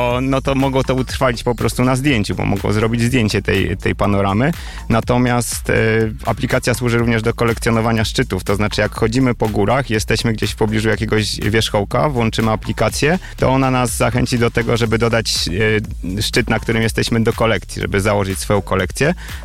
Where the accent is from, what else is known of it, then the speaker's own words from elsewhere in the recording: Warsaw, Masovian Voivodeship, Poland; moved away as an adult; now in Bielsko-Biała, Poland; Ja jestem warszawiakiem, pochodzę z Warszawy, ale w wieku 30 lat się przeprowadziłem do Bielska Białej i wrzeniłem się w te tereny po prostu za żoną, która stąd pochodzi.